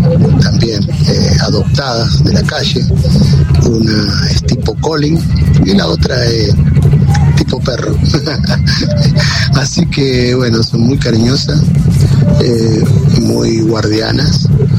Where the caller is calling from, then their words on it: Ameghino, Argentina; de Ameguino, transportista de cereales.